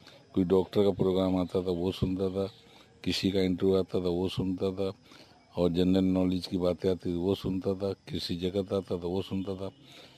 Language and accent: Hindi; Mirzapur, Uttar Pradesh, India; आज एक ब्लैंड आदमी हूँ और मैं मिर्जापुर का रहने वाला हूँ और मैं काफ़ी टाइम से रेडियो से जुड़ा हुआ हूँ। मेरा जन्म सन 1957 को हुआ था और उसके बाद सन 64 में मेरी आँखें चली गईं।